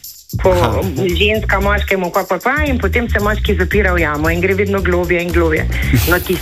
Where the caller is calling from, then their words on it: Dobrna, Savinjska, Slovenia; Jaz sem iz Dobrne.